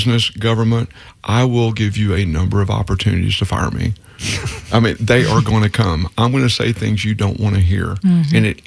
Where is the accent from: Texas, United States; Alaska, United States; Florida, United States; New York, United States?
Texas, United States; I'm a Texan